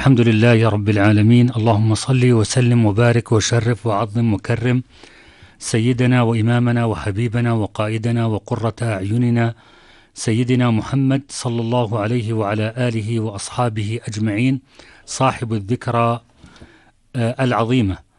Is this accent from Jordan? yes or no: yes; Jordan; بلدنا الأردن المبارك